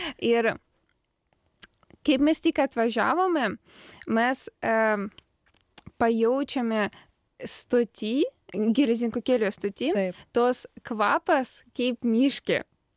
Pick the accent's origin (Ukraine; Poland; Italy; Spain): Ukraine; Lithuanian is a second language; moved away as an adult; now in Lithuania; Aš gimiau Ukrainoje, daug laiko ten gyvenu